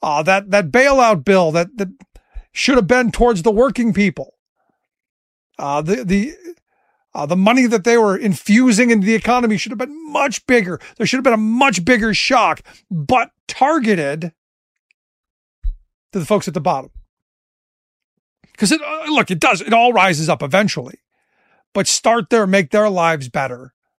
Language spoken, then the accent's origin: English; Cleveland, Ohio, United States; I go back to my hometown of Cleveland.